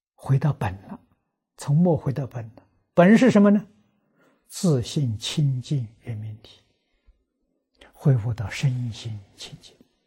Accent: China

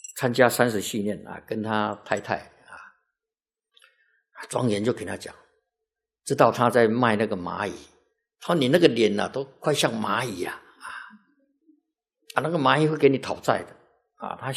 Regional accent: Taiwan; 都免费的啊，我们台湾都要买的啊

